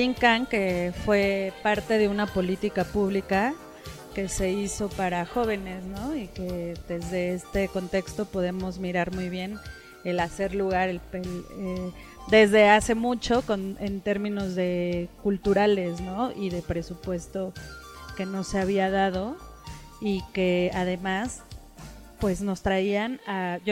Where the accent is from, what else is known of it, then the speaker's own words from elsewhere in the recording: Mexico City, Mexico; yo vengo de Tlalpan, un espacio descentralizado de la periferia, en el margen de la ciudad, en donde muchas cosas están pasando en términos culturales y que además también es un territorio de pueblos originarios.